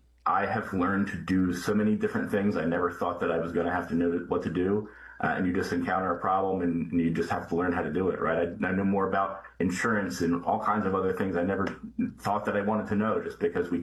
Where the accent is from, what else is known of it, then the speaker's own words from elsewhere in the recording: Blackwood, New Jersey, United States; I'm from Blackwood, New Jersey, South Jersey, outside of Philadelphia.